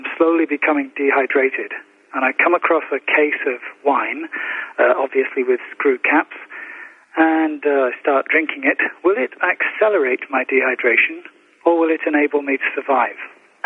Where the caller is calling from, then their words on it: Hiroshima, Japan; from Hiroshima in Japan.